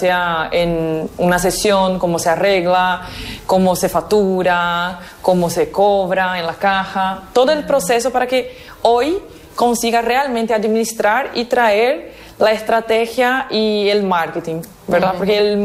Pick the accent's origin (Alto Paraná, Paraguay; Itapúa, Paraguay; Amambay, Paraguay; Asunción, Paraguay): Alto Paraná, Paraguay; Ciudad del Este; also born or lived in Foz do Iguaçu, Brazil; soy de Ciudad del Este, nací en Brasil, Foz do Iguaçu, frontera con Ciudad del Este. Tengo 34 años